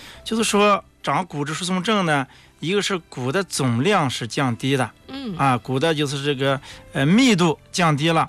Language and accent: Chinese; China; 对于我们中国人来讲